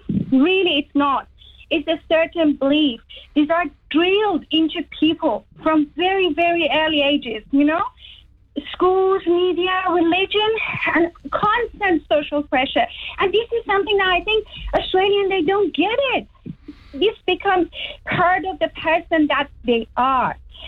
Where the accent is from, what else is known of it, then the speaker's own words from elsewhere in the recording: Iran; I'm born and brought up in Iran under the ideological Islamic regime.